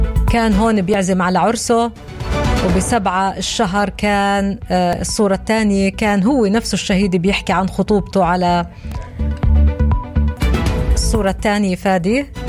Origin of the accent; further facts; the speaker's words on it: Palestine; كلنا فلسطينيين ونشبه بعض اصلا ولهجتنا لهجات متقاربه